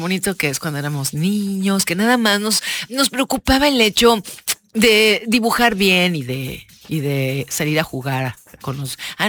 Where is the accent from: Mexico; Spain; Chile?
Mexico; Cuando se trata de demostrar que somos mexicanos en otro país.